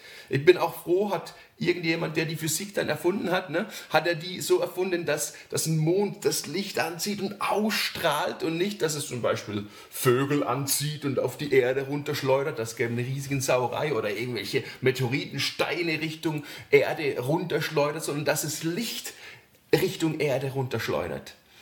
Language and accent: German; Switzerland